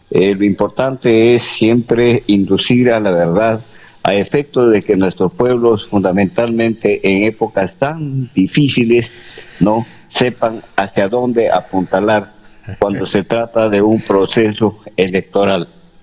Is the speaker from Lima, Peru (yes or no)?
no; Utcubamba, Amazonas, Peru